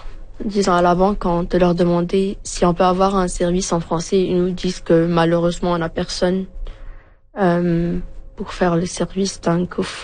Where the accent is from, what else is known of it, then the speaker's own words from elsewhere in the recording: Morocco; first language Moroccan Arabic; French is a second language; On vient du Maroc.